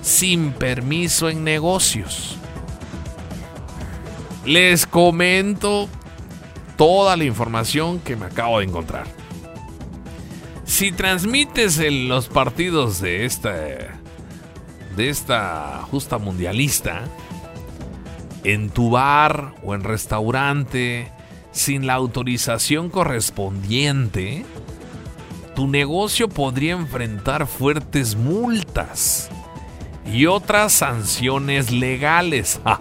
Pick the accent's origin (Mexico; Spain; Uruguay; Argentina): Mexico; como mexicanos, es disfrutar del mundial cuando es en otros países, ¿no?